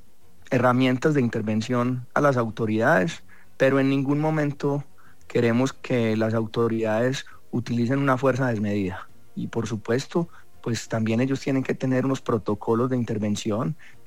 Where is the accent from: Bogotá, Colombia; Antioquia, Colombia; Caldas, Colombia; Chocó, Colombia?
Antioquia, Colombia; Medellín; Yo soy de Antioquia, una de las regiones más afectadas por la violencia en este país. Soy de Medellín, una ciudad donde opera el 43% del crimen organizado de Colombia.